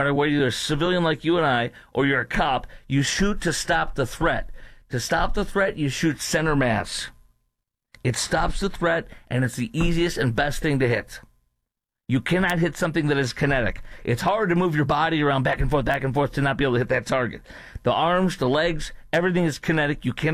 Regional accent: Chicago, Illinois, United States; Chicago, my hometown

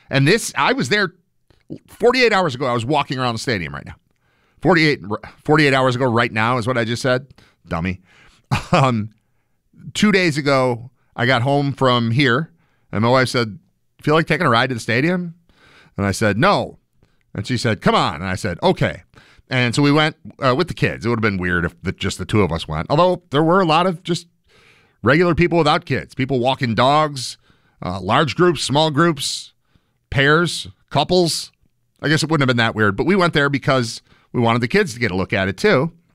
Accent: West Seneca, New York, United States; I grew up in West Seneca, 15-minute drive from there to the stadium probably, from my house, from my parents' house.

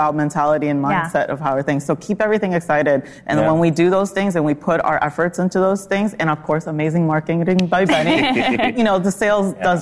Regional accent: Argentina; now in New York, United States; I grew up in Argentina

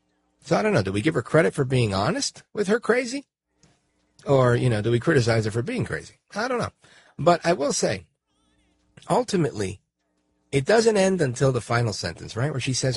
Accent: Brooklyn, New York, United States; born there; My parents are from Puerto Rico. I was born in Brooklyn

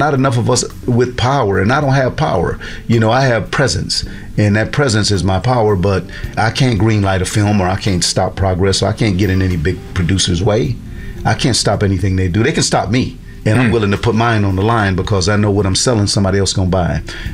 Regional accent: Lackawanna, New York, United States; my uncles and people that lived in the rooming house I grew up with in Lackawanna.

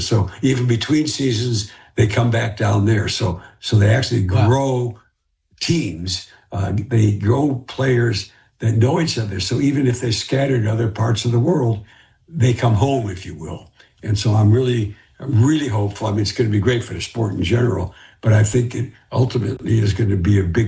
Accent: Detroit, Michigan, United States; But I grew up on baseball, football, basketball, and having grown up in Detroit, particularly hockey.

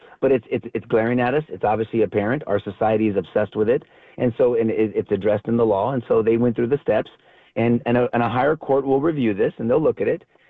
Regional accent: United States; I'm a child of God first. I'm an American. I'm a husband. I'm a daddy who happens to be of Lebanese Mexican descent

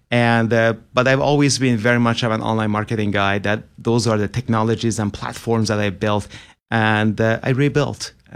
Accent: Iran; as a kid growing up in Iran in the 1980s

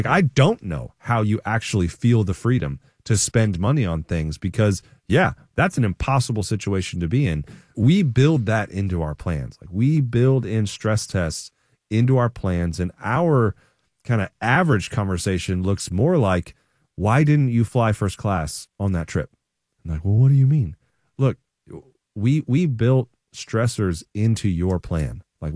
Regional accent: Champaign, Illinois, United States; I mean, I grew up in Champaign, Illinois, guys.

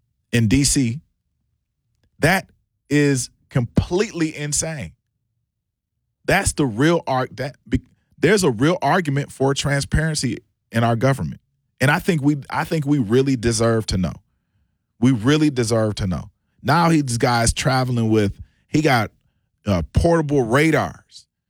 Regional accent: United States; I'm an American citizen, I'm here.

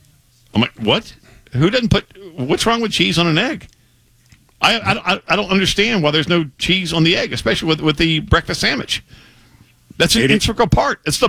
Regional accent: Folsom, Louisiana, United States; Know exactly where you are. I'm a Folsom boy.

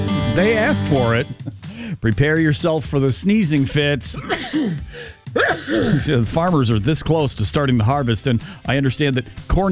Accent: Iowa, United States; I grew up in Iowa.

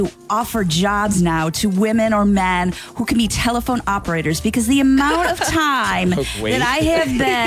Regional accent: Mount Prospect, Illinois, United States; That's my hometown.

